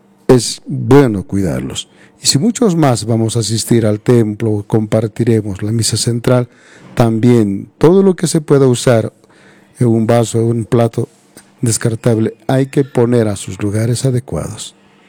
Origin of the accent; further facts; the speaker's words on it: Calca, Cusco, Peru; voy a estar en Calca, nuestra tierra.